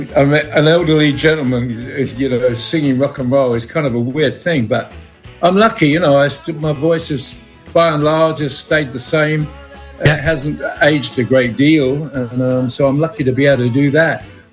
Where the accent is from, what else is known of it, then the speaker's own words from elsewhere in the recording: London, United Kingdom; accent: London; And I don't think he'd ever heard my London accent.